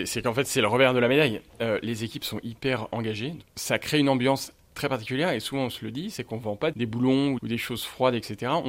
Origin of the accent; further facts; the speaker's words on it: France; On est sur une PME, ça veut dire qu'effectivement, on est français.